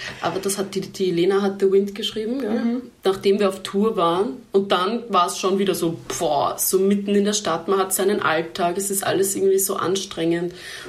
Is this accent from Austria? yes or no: yes; Vienna, Austria; Ganz am Rand von Wien, über der Donau, wo für meine Verhältnisse als Wienerin sehr viel Natur.